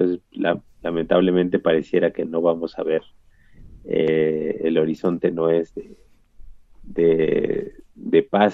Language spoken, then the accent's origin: Spanish; Mexico